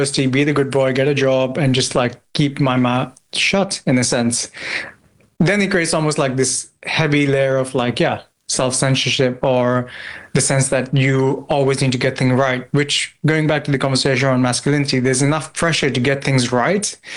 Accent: Pakistan; I'm happy to speak to that just because, because I'm Pakistani and Muslim. I think it really creates like this level of like massive pressure to be the good immigrant.

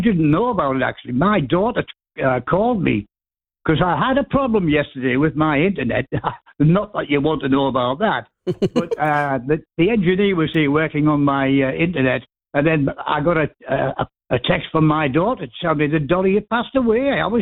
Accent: Hartlepool, North East England, United Kingdom; I'm from Hartlepool on the northeast coast.

